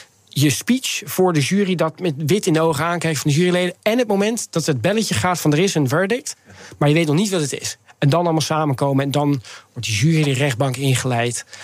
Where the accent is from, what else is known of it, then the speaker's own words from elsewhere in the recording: Netherlands; moved away as an adult; now in Scotland, United Kingdom; Ik ben opgegroeid in Nederland.